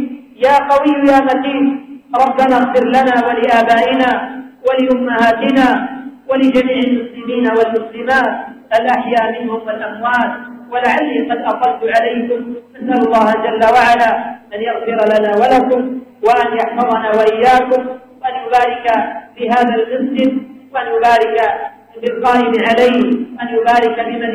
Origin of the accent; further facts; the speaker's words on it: Yemen; اللهم احفظ بلادنا اليمن، اللهم احفظ بلادنا اليمن، اللهم احفظ بلادنا